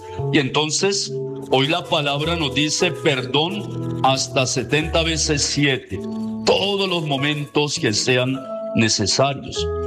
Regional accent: Colombia; Los colombianos necesitamos ser unidos.

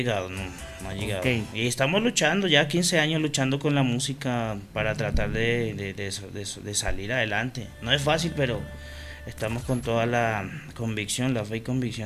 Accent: Yopal, Casanare, Colombia; Yo soy de Yopal, Casanare

